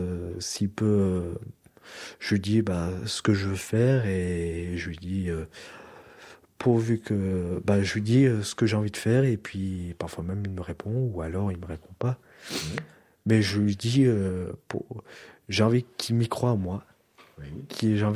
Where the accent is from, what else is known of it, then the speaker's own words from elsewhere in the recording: France; nous on est français